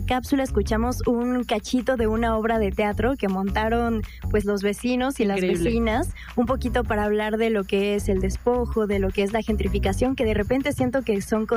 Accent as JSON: {"language": "Spanish", "country": "Mexico"}